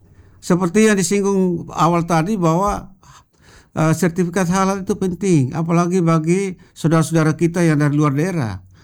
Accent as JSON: {"language": "Indonesian", "town": "Kupang", "region": "East Nusa Tenggara", "country": "Indonesia", "said": "Hanya kita orang Kupang ini"}